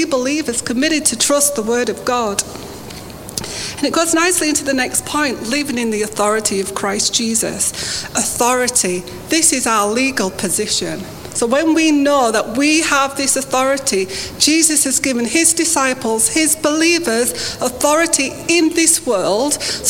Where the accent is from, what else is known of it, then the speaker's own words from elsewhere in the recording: Bradford, Yorkshire and the Humber, United Kingdom; I'm from Bradford